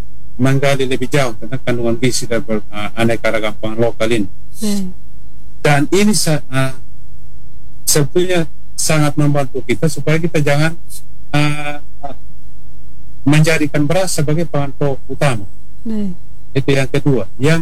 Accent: East Nusa Tenggara, Indonesia; artinya akar budaya kita orang NTT, terus ya boleh dibilang kalau ketika kita bahkan jenis-jenis pangan lokal ini sebetulnya kalau kami di Sumba disebutkan dalam baitan adat begitu

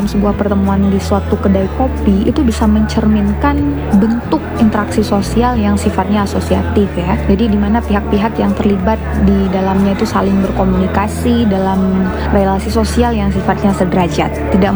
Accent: Aceh, Indonesia; masyarakat kita Aceh

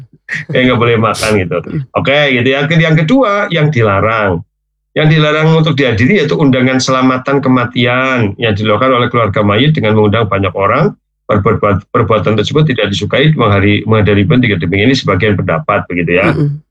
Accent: Purwokerto, Central Java, Indonesia; Saya memang lahir besar di situ, di Sokajaya, Sokanegara.

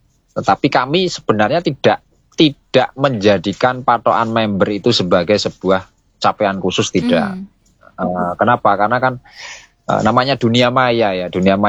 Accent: Magelang, Central Java, Indonesia; kita itu orang Magelang, orang Indonesia

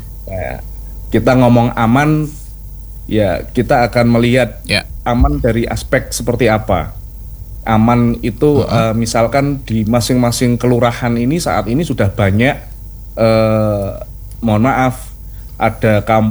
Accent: Sorosutan, Special Region of Yogyakarta, Indonesia; Saya dari Tuanggono Sorosutan.

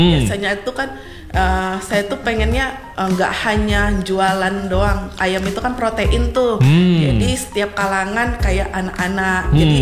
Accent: Medan, North Sumatra, Indonesia; moved away as an adult; now in Batam, Indonesia; asal saya dari Medan.

